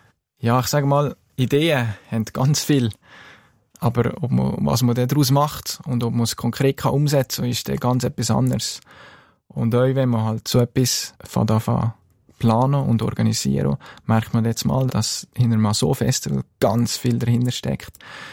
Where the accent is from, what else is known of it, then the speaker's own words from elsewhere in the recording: Grächen, Valais, Switzerland; Grächen ist und bleibt meine Heimat, wenn man in den Bergen, so also ein kleiner und schöner Bergdorf aufgewachsen ist.